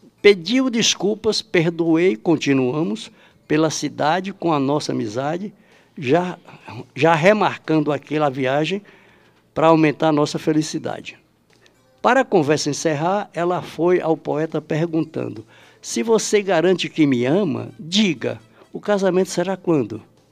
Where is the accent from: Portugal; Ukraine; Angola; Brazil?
Brazil; Conceição do Coité, Bahia; moved away as an adult; eu fui nascido e criado no meio da roça, lá no município de Coité, onde eu nasci. Dividiu com Valente e depois dividiu com Retirolândia. Eu moro em três divisas, né, municipais.